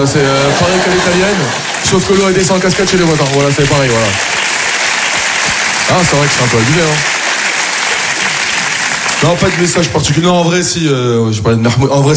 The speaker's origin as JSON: {"language": "French", "country": "France", "said": "je suis fier de mes origines et je suis fier d'être français, moi aussi. Je suis un bon français."}